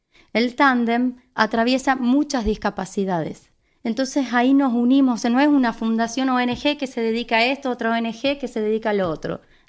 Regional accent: San Miguel de Tucumán, Tucumán, Argentina

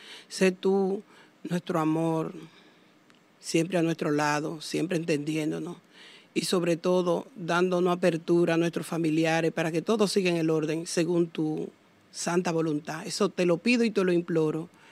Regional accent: Sánchez, Samaná, Dominican Republic; Como siempre le digo, vengo de pueblo, de provincia, nací en Sánchez, una gran bendición, allá a Cibao, adentro.

